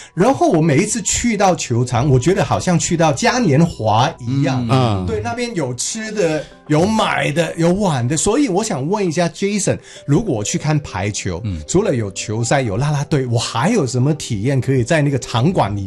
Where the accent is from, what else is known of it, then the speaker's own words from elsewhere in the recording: Hong Kong; now in Taiwan; 我是香港人，我以前在香港没有看过棒球。我来到台湾之后呢，我就喜欢这个运动。